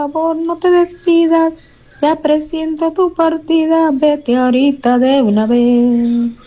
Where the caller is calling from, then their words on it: Spain; desde España.